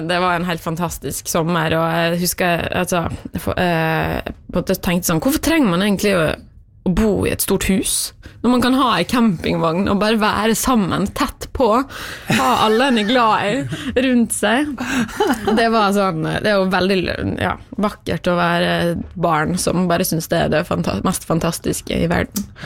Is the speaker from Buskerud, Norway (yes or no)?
no; Møre og Romsdal, Norway; jeg har vokst opp på Skøye